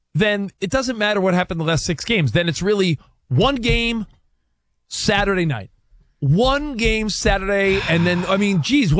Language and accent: English; East Coast, United States; We're from the East Coast.